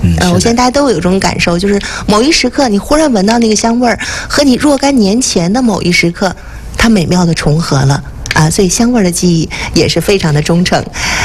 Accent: Beichen, Tianjin, China; 咱们家乡北辰

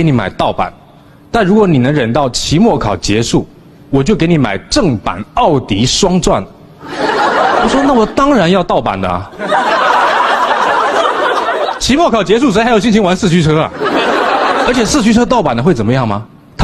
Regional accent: Fujian, China; 我出生在福建西部的一个靠山的多雨的小县城。

